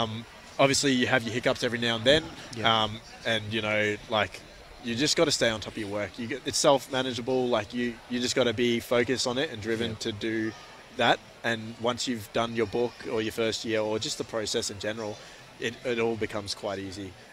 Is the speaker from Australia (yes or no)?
yes; Cairns, Queensland, Australia; All right. I'm from Cairns, born and raised. I've been on this program before, so if you've heard before, so … the name is from here. Family's from Murray.